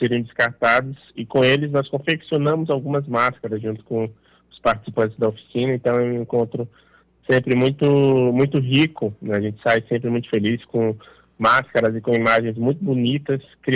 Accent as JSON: {"language": "Portuguese", "town": "Amaragi", "region": "Pernambuco", "country": "Brazil", "said": "Eu sou de Amaragi."}